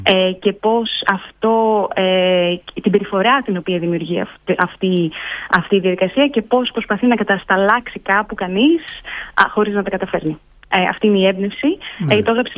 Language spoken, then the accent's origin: Greek; Crete, Greece; εδώ στην Κρήτη, στην πατρίδα μου